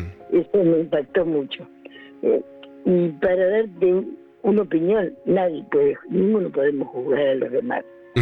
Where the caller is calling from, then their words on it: Chacabuco, Buenos Aires Province, Argentina; soy de Chacabuco.